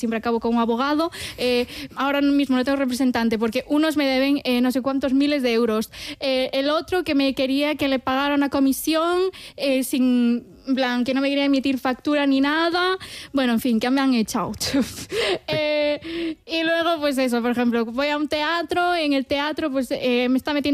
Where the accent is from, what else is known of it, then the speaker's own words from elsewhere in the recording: Santiago de Compostela, Galicia, Spain; yo soy cristiana un poco por imposición contextual, que soy de Santiago de Compostela.